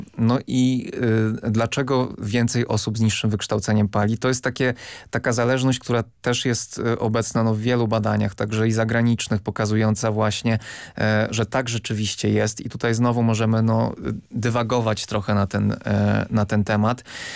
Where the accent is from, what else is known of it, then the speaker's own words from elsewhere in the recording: Lublin Voivodeship, Poland; Ja pochodzę z niedużego miasta na Lubelszczyźnie i tam są siłownie na świeżym powietrzu.